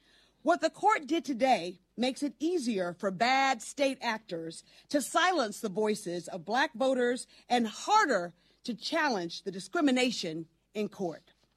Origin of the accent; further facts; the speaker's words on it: Selma, Alabama, United States; my hometown of Selma, Alabama.